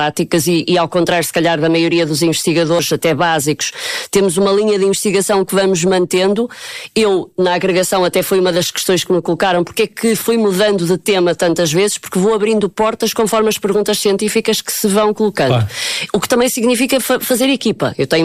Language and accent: Portuguese; São João da Madeira, Aveiro, Portugal; Não, eu sou de São João da Madeira, portanto, aos 18 anos a minha vida foi em São João da Madeira e depois é que fui para o Porto para a faculdade.